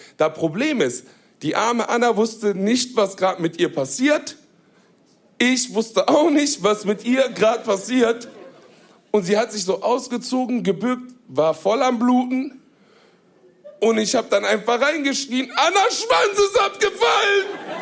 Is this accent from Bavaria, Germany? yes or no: no; Duisburg, North Rhine-Westphalia, Germany; ich bin in Duisburg im Marxloh aufgewachsen.